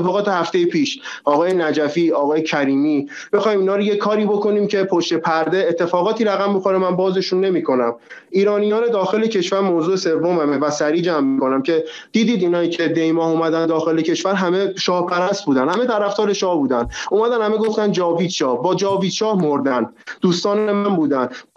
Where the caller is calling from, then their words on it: Iran; حالا ما داخل ایرانیم